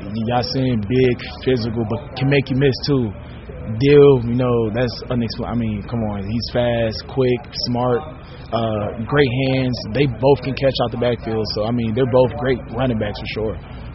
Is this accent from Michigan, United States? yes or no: yes; Detroit, Michigan, United States; moved away; I'm from Detroit